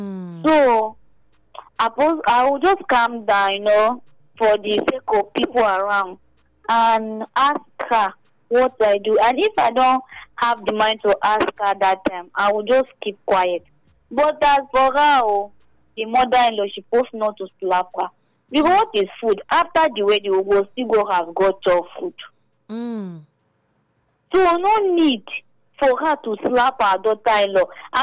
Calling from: Benin; From Benin.

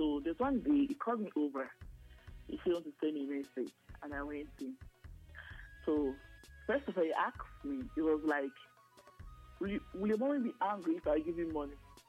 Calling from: Benin; I'm calling from Benin.

